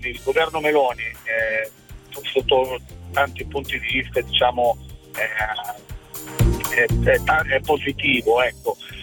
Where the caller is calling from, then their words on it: Monza, Lombardy, Italy; 35 anni, sono di Monza